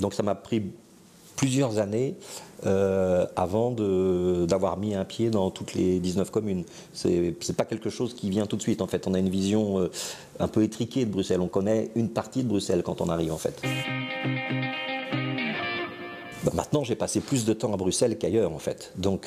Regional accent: France; moved away as an adult; also born or lived in Paris; now in Brussels, Belgium; je suis journaliste, je travaille aujourd'hui à BX1. Je suis français d'origine et je suis arrivé en Belgique en 1992.

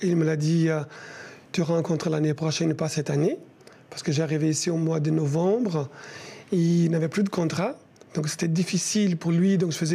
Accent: Rio de Janeiro, Brazil; French is a second language; moved away as an adult; also born or lived in Campinas, São Paulo; now in Brussels, Belgium; je suis venu à Rio de Janeiro faire l'audition, où ma ville natale.

